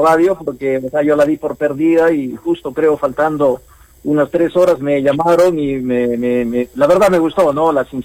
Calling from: Sabandía, Arequipa, Peru; Desde Sabandía, amigo.

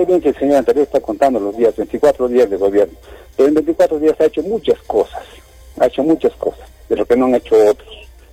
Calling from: Peru; deseo como peruano

